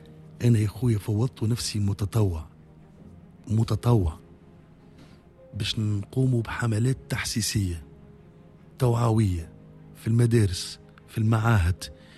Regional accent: Tunisia; أنا كمواطن تونسي

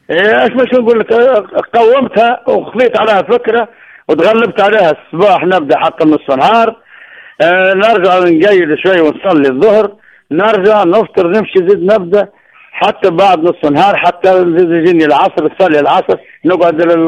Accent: Kairouan Governorate, Tunisia; الفلاح نتاعنا نتاع القروان ولايه القروان

